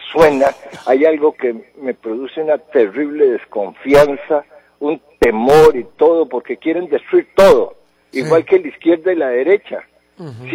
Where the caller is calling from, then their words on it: Costa Rica; Esto es Costa Rica, somos ticos.